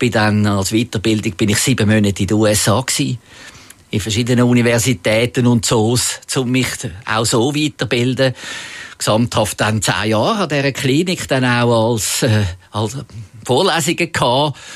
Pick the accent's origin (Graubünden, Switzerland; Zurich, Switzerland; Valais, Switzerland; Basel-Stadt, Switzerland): Zurich, Switzerland; Aber natürlich bin ich aufgewachsen in Zürich und der Zoo war näher gewesen und ich war sehr viel im Zoo gewesen.